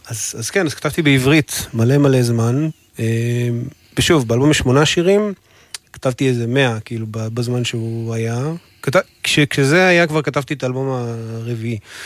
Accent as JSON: {"language": "Hebrew", "town": "Nahariya", "region": "Northern District", "country": "Israel", "tie": "born or raised there", "said": "סתם, אבל אני מנהריה, במקור."}